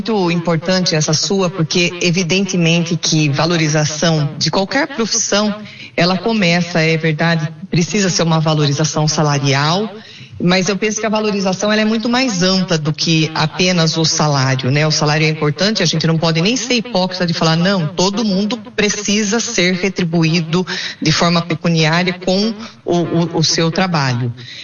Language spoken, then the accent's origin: Portuguese; Bariri, São Paulo, Brazil; moved away; Eu sou nascida em Bariri, é uma cidade que fica aí bem no centro do estado de São Paulo, no centro-oeste paulista